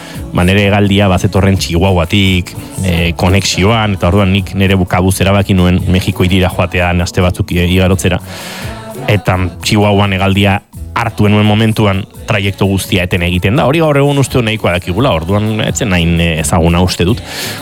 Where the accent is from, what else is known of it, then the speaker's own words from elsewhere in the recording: Spain; Bat, ni naiz espainola, ni euskalduna naiz, hau espainola, eta esan egon noski.